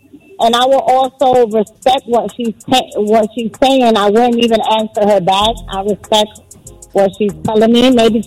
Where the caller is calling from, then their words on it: New York City, New York, United States; I'm calling from Queens.